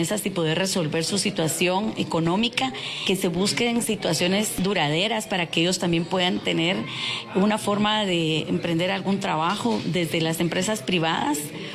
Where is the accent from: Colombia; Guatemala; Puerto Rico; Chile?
Guatemala; pero para nosotros como guatemaltecos, por ser un país de tránsito que está muy cercano a México y Estados Unidos, la situación es vulnerable.